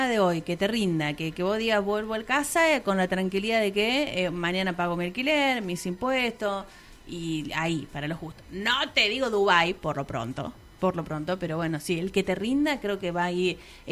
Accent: Argentina; No entiendo por qué a mí, como argentina, me sale más barato comprar en otro país, por ejemplo.

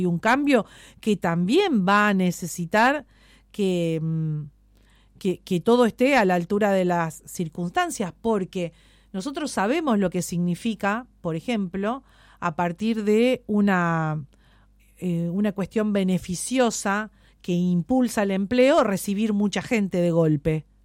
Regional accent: Tierra del Fuego, Argentina; vengo de Tierra del Fuego, donde la realidad es otra

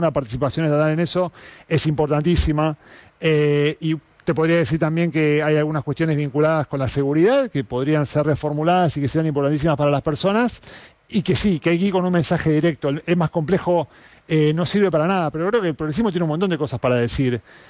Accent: Argentina; cómo nos pensamos nosotros como argentinos

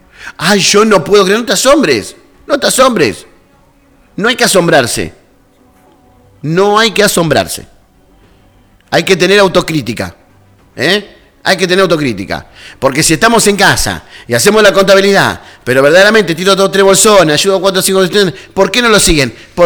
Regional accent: Colón, Entre Ríos, Argentina; Yo soy de Colón, yo no le voy a hacer partido más fácil a la Unión, ¿me entendés?

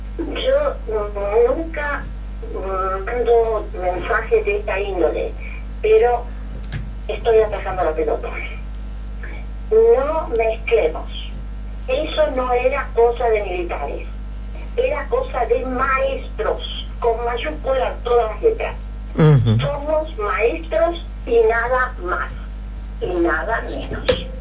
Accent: Rosario, Santa Fe, Argentina; yo soy el normal número 2, porque soy de Rosario

